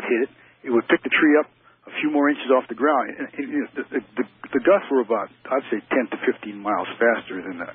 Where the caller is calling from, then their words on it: Tecopa, California, United States; I'm in Tecopa, Hot Springs.